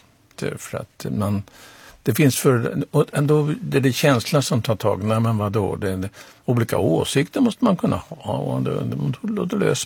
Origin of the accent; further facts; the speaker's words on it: Stockholm, Stockholm County, Sweden; för jag är nämligen uppvuxen på Fredrikshovsgatan, för pappa var präst i Oscarskyrkan 19 år, så det var det här jag sprungit som barnsben.